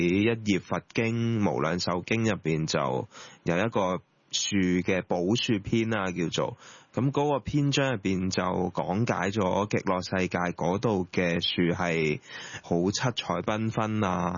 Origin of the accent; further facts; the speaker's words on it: Hong Kong; 首先我觉得我们香港人在城市里面行走，每日遇见很多人，很多逼仄的街道，很多高楼大厦在我们周围。